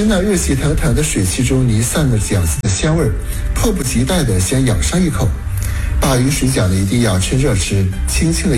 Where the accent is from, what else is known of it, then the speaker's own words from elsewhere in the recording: Weihai, Shandong, China; 周围的人得知我是威海人时